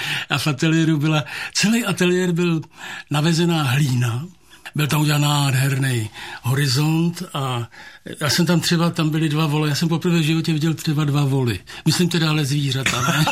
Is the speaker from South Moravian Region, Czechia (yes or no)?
no; Prague, Czechia; jako rodilej Pražák